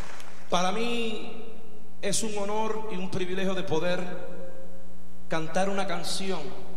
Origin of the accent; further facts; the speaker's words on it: Paterson, New Jersey, United States; Yo me crié con … Paterson, New Jersey. Nos criamos juntos.